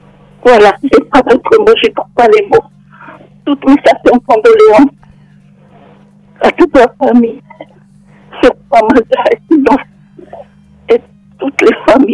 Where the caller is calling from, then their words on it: France; J'appelle de Métropole.